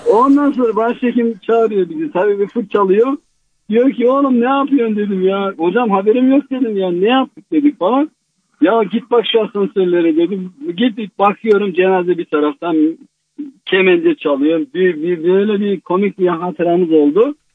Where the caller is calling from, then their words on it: Ankara, Turkey; Ankara'dan arıyorum.